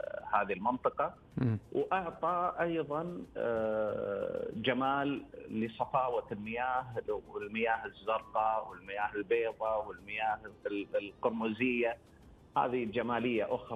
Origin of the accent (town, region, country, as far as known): Saudi Arabia